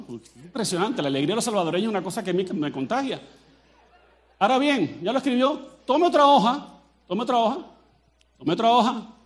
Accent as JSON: {"language": "Spanish", "country": "Colombia", "said": "yo no soy chapín, ni soy charrasqueado, ni soy salvadoreño, soy colombiano, hablo como colombiano."}